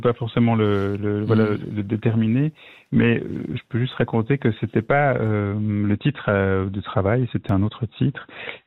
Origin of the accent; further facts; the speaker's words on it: Lausanne, Vaud, Switzerland; now in Vevey, Switzerland; Finalement, je suis né à Lausanne, j'ai passé maintenant j'habite à Vevey, mais j'ai habité 20 ans là-bas.